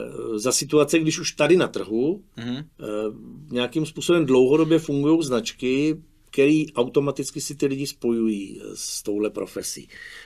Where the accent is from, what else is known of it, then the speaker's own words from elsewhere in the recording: Brno, South Moravian Region, Czechia; Jsou sami šikovní lidi, já jsem z Brna.